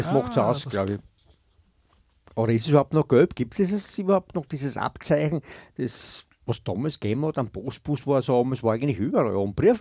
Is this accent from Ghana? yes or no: no; Austria; wir als Österreicher